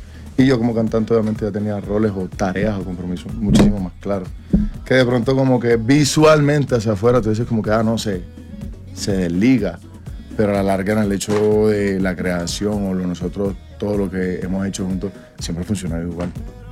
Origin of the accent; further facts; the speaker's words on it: Colombia; yo soy colombiano, yo soy de aquí.